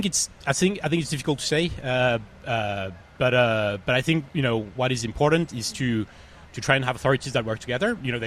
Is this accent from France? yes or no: yes; France; moved away; I'm originally from France